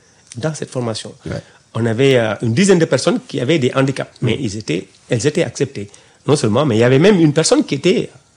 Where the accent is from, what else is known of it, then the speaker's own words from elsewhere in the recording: Germany; first language German; French is a second language; Je suis allemand de... C'est ma première langue aussi.